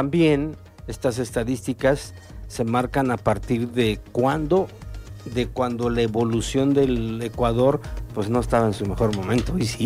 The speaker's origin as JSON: {"language": "Spanish", "country": "Mexico", "said": "que generamos como mexicanos"}